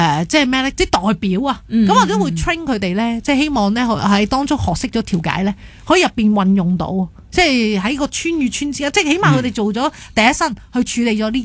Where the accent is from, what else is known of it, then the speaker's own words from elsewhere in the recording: Hong Kong; 我哋香港人都可以做到內地嘅即係法院入面去幫手。